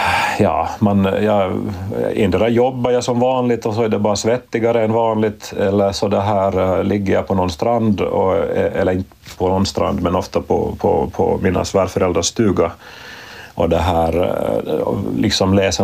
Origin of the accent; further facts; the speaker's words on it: Ostrobothnia, Finland; Jag är från Österbotten och det här... Jag hade aldrig någon samma stuga i vår släkt.